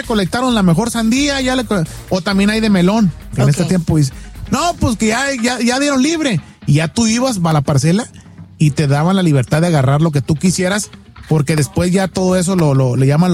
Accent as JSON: {"language": "Spanish", "town": "Guasave", "region": "Sinaloa", "country": "Mexico", "said": "Allá de donde soy yo, de Sinaloa, de Estación Capomo, Guasar, Sinaloa, México."}